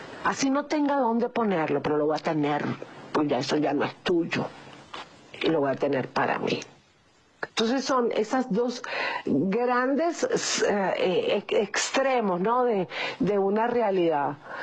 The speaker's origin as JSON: {"language": "Spanish", "country": "Venezuela", "said": "Porque resulta que si bien yo no viví en La Guaira, yo tuve mi vida también en La Guaira, como muchos venezolanos."}